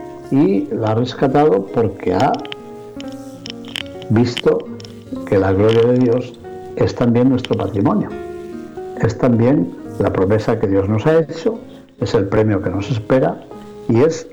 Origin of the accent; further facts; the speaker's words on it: León, Castile and León, Spain; Recuerdo una miniatura que se conserva en el museo de la Colegiata de San Isidoro en León, en mi ciudad natal